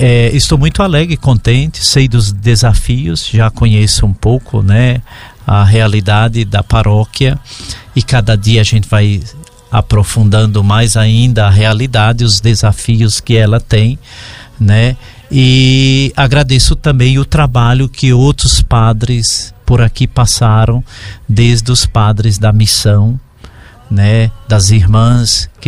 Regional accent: Piauí, Brazil; now in Carinhanha, Brazil; Mas eu também sou de um estado do Piauí

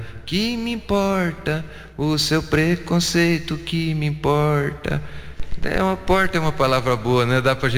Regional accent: Brazil; accent: caipira; O nosso sotaque é bonito

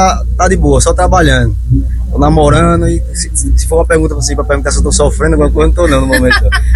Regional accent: Rio Grande do Norte, Brazil; born there; Foi lá na fazenda onde eu nasci, Fazenda Irapuru, lá no interior do Rio Grande do Norte.

